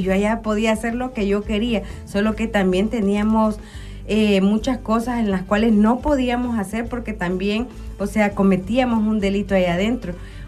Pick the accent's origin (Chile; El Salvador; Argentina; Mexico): El Salvador; Santa Ana; yo soy de Santa Ana